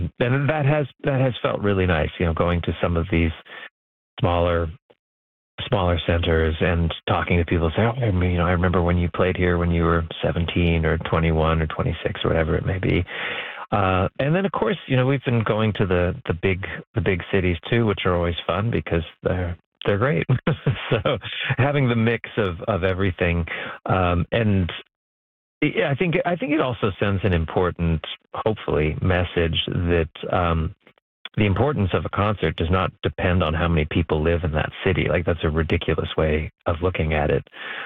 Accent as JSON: {"language": "English", "town": "Brandon", "region": "Manitoba", "country": "Canada", "tie": "born or raised there", "said": "I mean, I grew up in Brandon, Manitoba, which is a very, very musical place, but of course it's pretty isolated"}